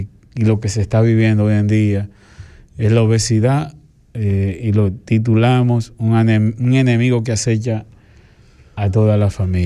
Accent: Dominican Republic; Nosotros no podemos seguir siendo tan dominicanos.

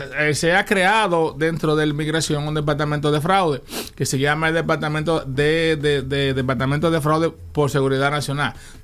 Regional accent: Dominican Republic; Eso no somos los dominicanos.

